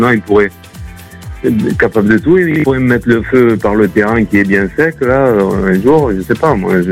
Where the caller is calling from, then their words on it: Nouvelle-Aquitaine, France; Du bassin d'Arcachon